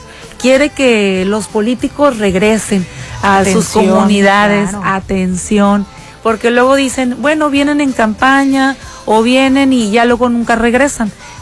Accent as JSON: {"language": "Spanish", "town": "Mazatlán", "region": "Sinaloa", "country": "Mexico", "tie": "born there", "also_born_or_lived": "Culiacán", "said": "soy nacida aquí en Culiacán, un 4 de marzo de 1983. Y desde chiquita me llevaron a vivir a Mazatlán. Tenía 7 años cuando me fui a vivir a Mazatlán."}